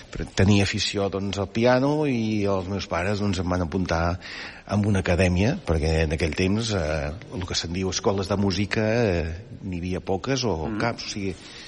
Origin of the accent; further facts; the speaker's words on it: Banyoles, Catalonia, Spain; Jo sóc de Banyoles.